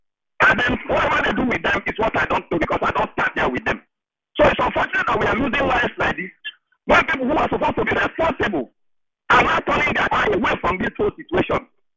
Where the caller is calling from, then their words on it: Arima, Trinidad & Tobago; I'm calling from Arima.